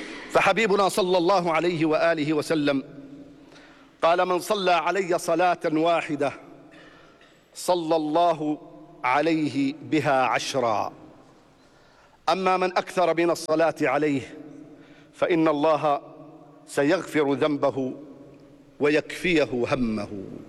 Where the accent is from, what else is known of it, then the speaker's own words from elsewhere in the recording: Jordan; بلدنا الأردن